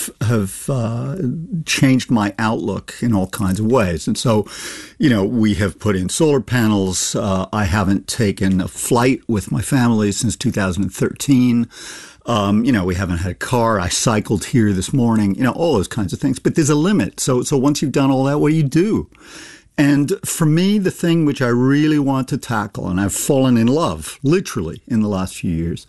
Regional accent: New York, United States; also born or lived in Italy / Kenya / Canada; now in United Kingdom; Well, I grew up in New York as a child. My parents moved to Nairobi in Kenya. I went to university in Canada.

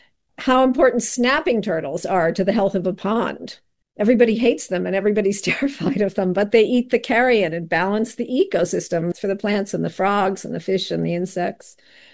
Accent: East Coast, United States; I came from the East Coast. My husband is the Pittsburgher. And I think I always thought maybe I'd go back at some point.

